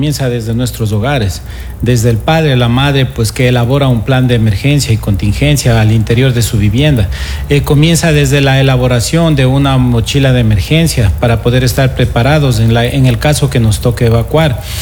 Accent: Ecuador; nosotros como ecuatorianos

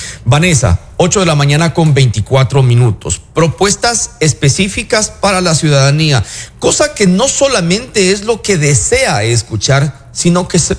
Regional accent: Santo Domingo, Santo Domingo de los Tsáchilas, Ecuador; Santo Domingo es gente de, es tierra de gente muy emprendedora

